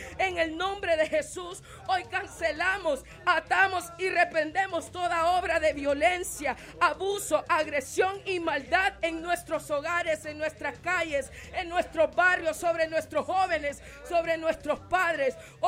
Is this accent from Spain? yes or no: no; Honduras